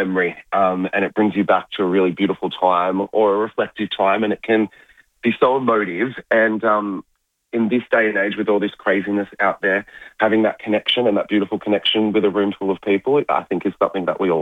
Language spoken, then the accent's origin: English; Melbourne, Victoria, Australia; I know I'm from Melbourne and we're known for like restaurants and so forth